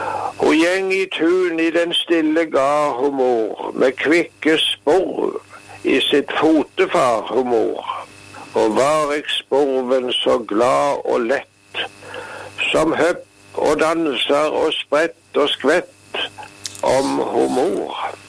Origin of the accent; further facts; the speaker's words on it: Jæren, Rogaland, Norway; Jæren der jeg vokste opp.